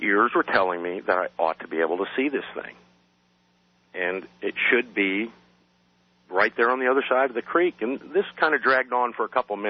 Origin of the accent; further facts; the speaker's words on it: New York, United States; I'm not scared of much, especially growing up in New York, all kinds of surprises.